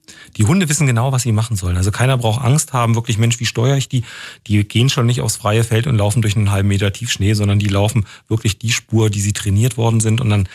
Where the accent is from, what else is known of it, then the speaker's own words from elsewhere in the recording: Thuringia, Germany; als Thüringer weiß ich, was wir im Schnitt im Schrank haben